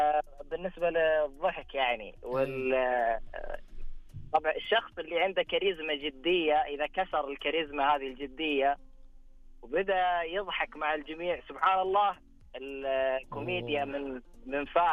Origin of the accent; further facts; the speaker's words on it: Al-Ahsa, Eastern Province, Saudi Arabia; من الحسا.